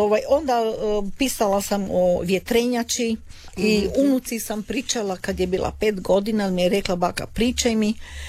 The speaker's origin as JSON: {"language": "Croatian", "town": "Zagreb", "region": "City of Zagreb", "country": "Croatia", "tie": "born or raised there", "also_born_or_lived": "Medulin", "said": "pošto sam odrasla u Zagrebu, Gornji grad, to je moj svijet"}